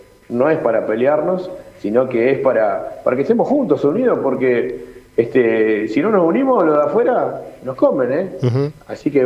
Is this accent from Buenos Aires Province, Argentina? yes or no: yes; Bahía Blanca, Buenos Aires Province, Argentina; Y esto es Bahía, justamente. Nosotros todo eso lo agarramos, esa esencia bahiense